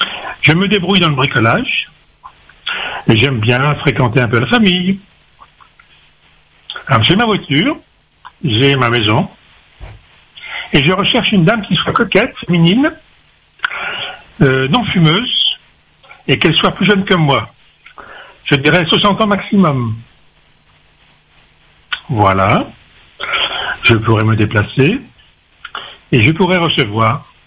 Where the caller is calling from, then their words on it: La Possession, Réunion; J'habite à la Possession, j'ai 70 ans, et je suis blanc de peau.